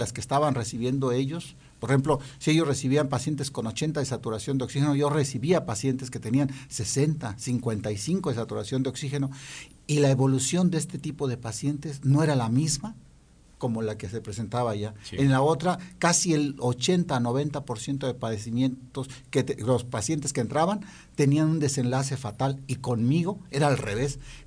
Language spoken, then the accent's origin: Spanish; Comitán, Chiapas, Mexico; ahí en mi pueblo, en Comitán, yo soy de Comitán